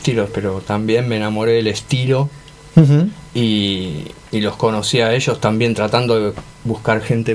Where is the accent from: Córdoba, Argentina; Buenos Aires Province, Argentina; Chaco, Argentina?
Buenos Aires Province, Argentina; Burzaco; Soy de Bursaco.